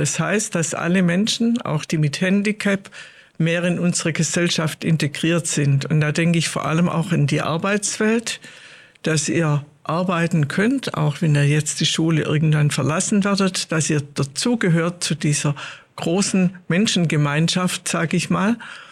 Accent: Uhingen, Baden-Württemberg, Germany; Ich komme aus Uhingen. Ich habe 3 erwachsene Kinder, 6 Enkelkinder

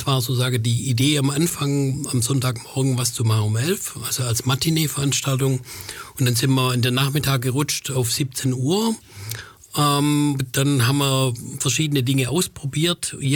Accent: Albershausen, Baden-Württemberg, Germany; born there; Also, ich bin gebürtiger Albershäuser bin seit 1990 als Kirchenmusiker in Göppingen fest angestellt

